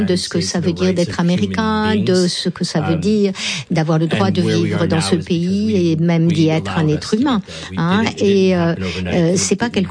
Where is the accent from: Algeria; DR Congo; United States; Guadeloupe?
United States; Et je comprends que quand je suis en France, je suis américain.